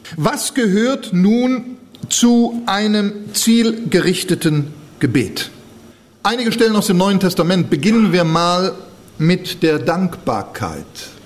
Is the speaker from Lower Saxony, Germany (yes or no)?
no; Cologne, North Rhine-Westphalia, Germany; Anlass war die über Pfingsten in Köln, meine Heimat, stattfindende Tagung